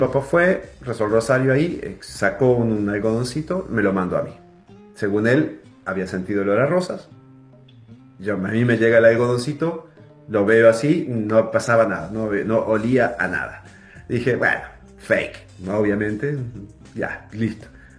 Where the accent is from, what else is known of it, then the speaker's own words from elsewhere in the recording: María Grande, Entre Ríos, Argentina; moved away; also born or lived in Colombia; En mi pueblo había una imagen de estas, en María Grande, Entre Ríos